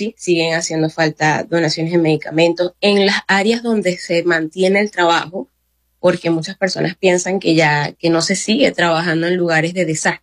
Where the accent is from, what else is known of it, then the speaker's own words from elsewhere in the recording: Barquisimeto, Lara, Venezuela; mi trabajo como médico, como soy de Barquisimeto, mi trabajo como médico no fue estando directamente en los centros de salud de La Guaira.